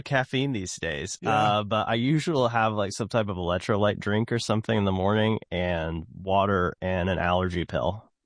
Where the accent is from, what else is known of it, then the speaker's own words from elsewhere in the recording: Cleveland, Tennessee, United States; moved away as an adult; now in Chattanooga, United States; Born and raised in Cleveland. Very much like 90s kind of suburban childhood. Yeah. Grew up there